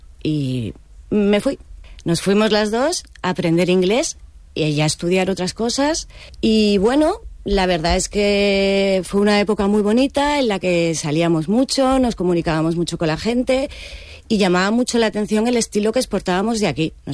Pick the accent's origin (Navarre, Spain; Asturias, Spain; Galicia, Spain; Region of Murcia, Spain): Navarre, Spain; moved away as an adult; also born or lived in Madrid; now in Cáceres, Spain; soy una navarra que lleva 8 años viviendo felizmente en Cáceres por estar casada con un cacereño.